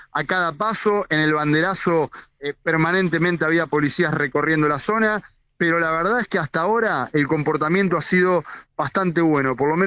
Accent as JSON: {"language": "Spanish", "country": "Argentina", "said": "los más de 45 millones que somos los argentinos"}